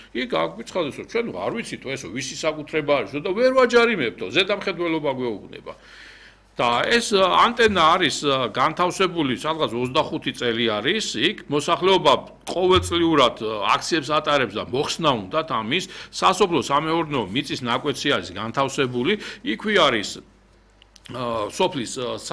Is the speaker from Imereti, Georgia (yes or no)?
yes; Zestafoni, Imereti, Georgia; მე ვამაყობ, რომ ზესტაფონელი ვარ